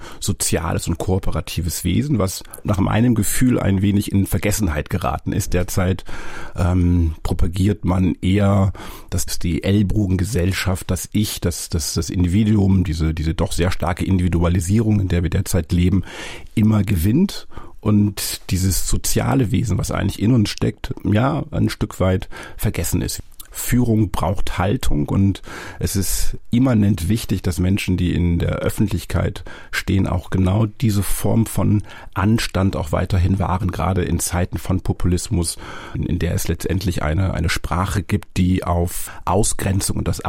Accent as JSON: {"language": "German", "region": "Lower Saxony", "country": "Germany", "said": "ich würde als Norddeutscher sagen oder als Ostfriese sagen"}